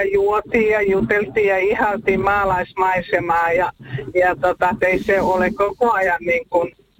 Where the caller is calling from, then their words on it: Kotka, Kymenlaakso, Finland; nyt posket punaisena ja reippaana ajellaan takaisin Kotkaan.